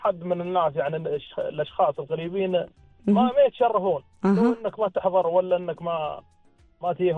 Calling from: Adam, Ad Dakhiliyah, Oman; اكلمكم ولاية دم.

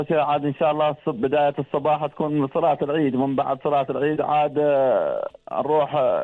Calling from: Masirah, Al Sharqiyah South, Oman; مولاية مصيرة.

